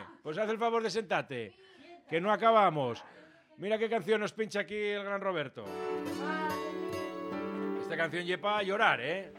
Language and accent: Spanish; Asturias, Spain; Somos asturianos